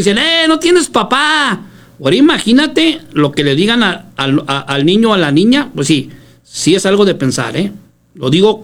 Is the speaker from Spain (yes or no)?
no; Mexico